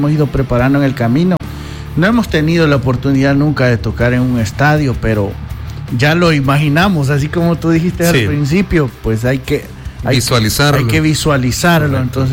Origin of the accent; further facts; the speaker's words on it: Zacatecoluca, La Paz, El Salvador; hubo un tiempo que estaba en Zacatecoluca, de donde soy originario